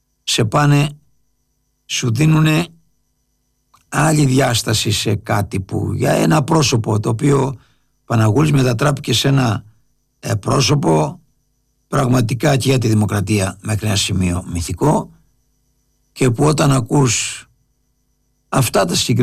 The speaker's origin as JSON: {"language": "Greek", "area": "Lefkada", "region": "Ionian Islands", "country": "Greece", "said": "είμαι από τη Λευκάδα εγώ και ξέρω για το Σίβρο"}